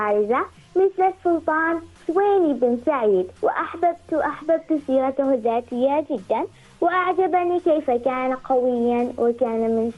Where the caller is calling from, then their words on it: Saham, Al Batinah North, Oman; من ولاية صحم في محافظة شمالي الباطنة.